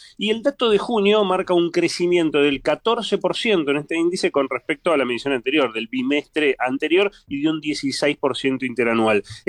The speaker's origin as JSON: {"language": "Spanish", "country": "Argentina", "said": "y también fíjate cómo somos los argentinos"}